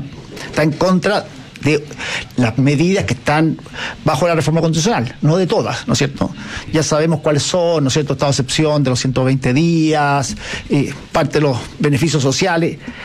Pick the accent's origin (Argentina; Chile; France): Chile